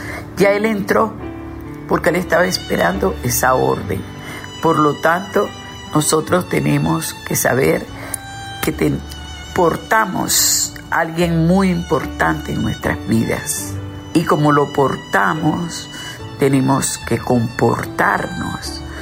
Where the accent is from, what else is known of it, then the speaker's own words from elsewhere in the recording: Falcón, Venezuela; Yo soy cristiana, pero me enganchaba con quien fuera. Yo soy de Falcón.